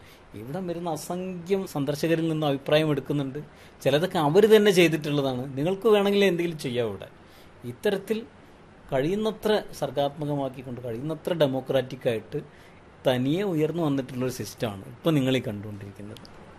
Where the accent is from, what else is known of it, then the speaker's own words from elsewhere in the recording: Kozhikode, Kerala, India; moved away; കോഴിക്കോട് ജനിച്ചു വളർന്ന ഒരാളാണെങ്കിലും